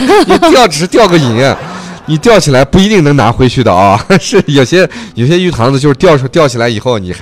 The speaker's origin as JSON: {"language": "Chinese", "country": "China", "tie": "born or raised there", "said": "我就是在红光山长大的。"}